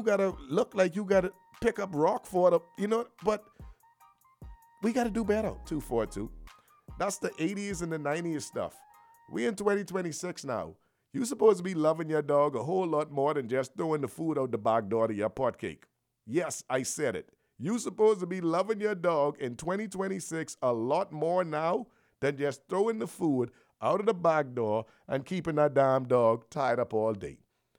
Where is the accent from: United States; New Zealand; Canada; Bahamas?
Bahamas; Bain Town, New Providence; I like walking through the hoods that I grew up in, the hoods that I used to hang out in. I am from Bayonetown. I love hanging out in the Grove. I love hanging out in Fox Hill, Camp Road, these places.